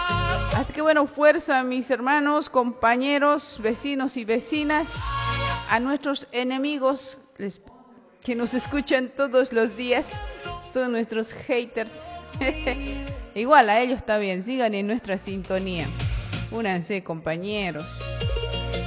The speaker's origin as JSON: {"language": "Spanish", "country": "Bolivia", "said": "Todos los bolivianos y bolivianas tenemos que defender nuestro país"}